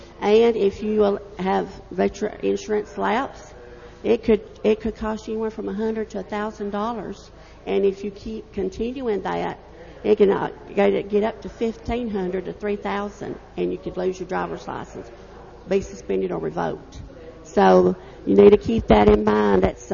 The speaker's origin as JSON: {"language": "English", "country": "United States", "tie": "born or raised there", "said": "They have passed away, but that's who my parents was. And I was born and raised here in Macon County."}